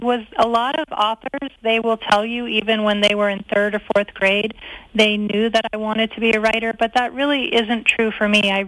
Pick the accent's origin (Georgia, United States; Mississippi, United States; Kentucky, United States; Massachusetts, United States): Massachusetts, United States; also born or lived in Connecticut / Schenectady, New York; I was born in Connecticut. I moved to Massachusetts when I was pretty young, and my parents actually owned 10 acres of land on one side of the street, and there was a national forest on the other side of the street. So I really grew up steeped in nature.